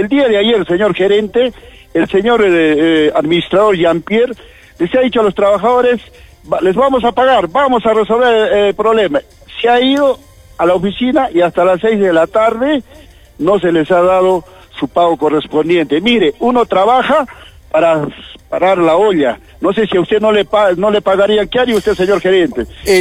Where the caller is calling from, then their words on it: Arequipa, Peru; soy un arequipeño y aquí hay compañeros, trabajadores de acá de Arequipa, son arequipeños